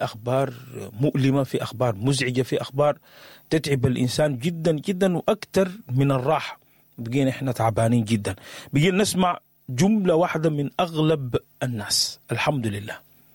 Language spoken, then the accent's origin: Arabic; Sudan; خليني أخذكم كده من الصباح في رحلة صباحية ونبتدي بها من بلدنا السودان.